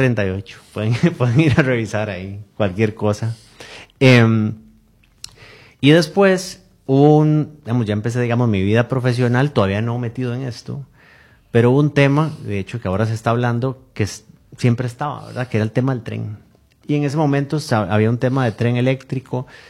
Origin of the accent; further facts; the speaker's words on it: Costa Rica; yo crecí en la Costa Rica sin presas, ¿verdad? Uno que creció en un mundo diferente.